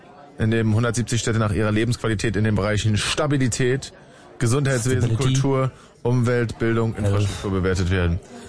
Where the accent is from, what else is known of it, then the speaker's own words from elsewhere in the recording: Berlin, Germany; also born or lived in Tegelort; Ich komme aus Reinickendorf.